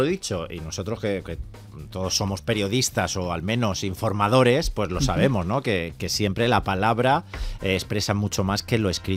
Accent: Spain; muchos sudamericanos que vienen a España a visitarnos o a vivir

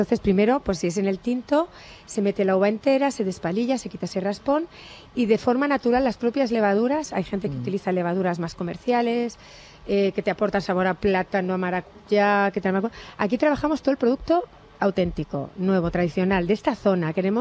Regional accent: Madrid, Community of Madrid, Spain; yo primero es que soy madrileña.

